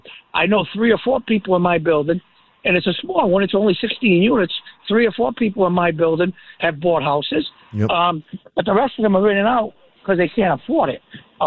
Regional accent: Providence, Rhode Island, United States; I grew up in Providence my whole life. I lived there for 59 years.

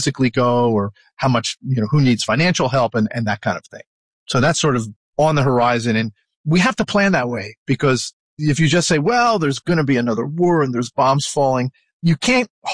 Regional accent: Philadelphia, Pennsylvania, United States; growing up in the Philadelphia school system with the great Philadelphia Orchestra

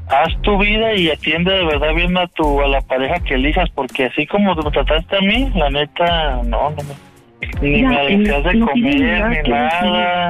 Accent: Guadalajara, Jalisco, Mexico; Sabes que yo soy como de Guadalajara, caballeros, ¿no?

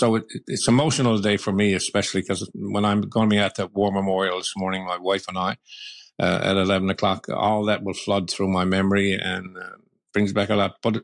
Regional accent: Newfoundland and Labrador, Canada; I am so proud as a Newfoundlander and Labrador

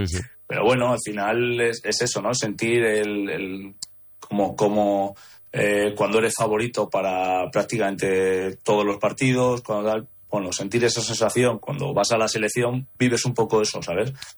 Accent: Spain; me considero parte de ello, o sea, como español que me siento.

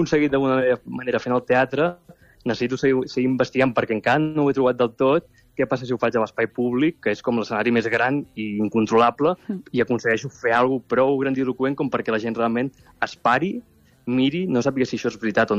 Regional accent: Mataró, Catalonia, Spain; I jo, que sóc de Mataró i hem amat pirotècnia des de ben petit, i l'olor pólvora em transporta en un lloc molt maternal i molt nostàlgic i molt bonic

